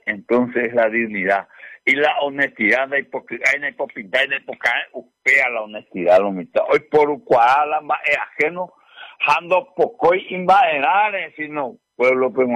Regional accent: Paraguay; Hoy podemos decir, somos paraguayos

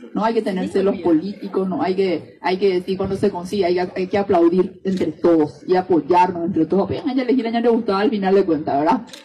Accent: Paraguay; de ser buenos paraguayos

